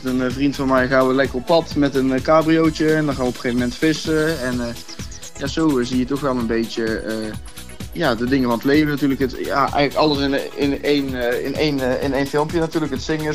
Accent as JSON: {"language": "Dutch", "town": "Roosendaal", "region": "North Brabant", "country": "Netherlands", "said": "Ik kom uit Roosendaal."}